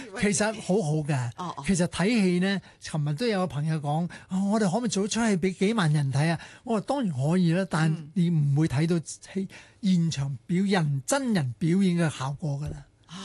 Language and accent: Cantonese; Hong Kong; moved away; also born or lived in United States; 我系香港人。